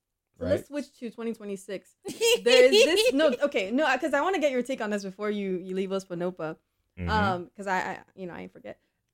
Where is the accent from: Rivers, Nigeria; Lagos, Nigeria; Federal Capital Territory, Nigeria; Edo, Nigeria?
Lagos, Nigeria; I grew up in Lagos.